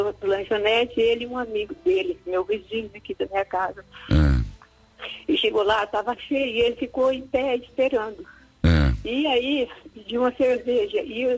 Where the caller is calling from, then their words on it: Limeira, São Paulo, Brazil; Eu falo de Limeira